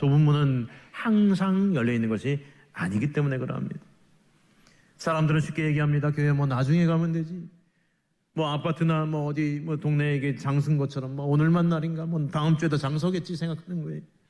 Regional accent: Seoul, South Korea; 서울 사람이 저도 그냥 어설프게 아싸라게 지금 흉내내고 있는데

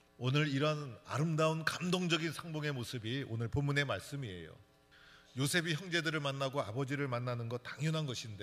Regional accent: South Korea

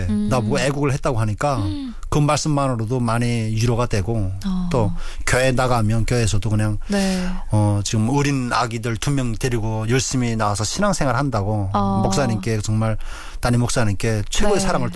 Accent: North Korea; now in South Korea; 북한에는 조경이라는 용어 자체가 없었거든요. 그래서 저도 한국에 처음 왔을 때는 조경이 뭔가 했댔어요.

